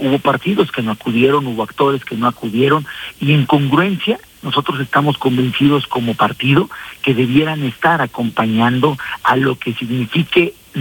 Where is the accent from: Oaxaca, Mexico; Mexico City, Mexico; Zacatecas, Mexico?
Zacatecas, Mexico